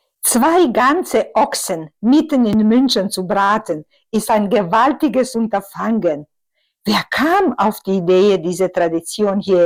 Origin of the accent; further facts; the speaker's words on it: Bosnia & Herzegovina; German is a second language; Aus Bosnien, Nordbosnien, ein kleiner Staat, heißt Otok.